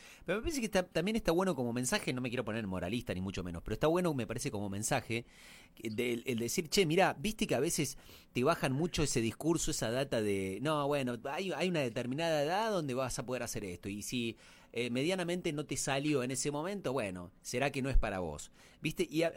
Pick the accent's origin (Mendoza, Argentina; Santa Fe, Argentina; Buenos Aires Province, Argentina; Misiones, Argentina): Misiones, Argentina; Yo soy de Misiones.